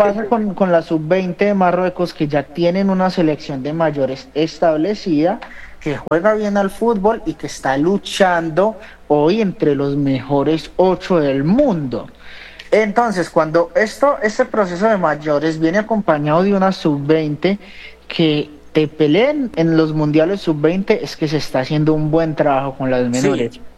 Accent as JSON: {"language": "Spanish", "country": "Colombia"}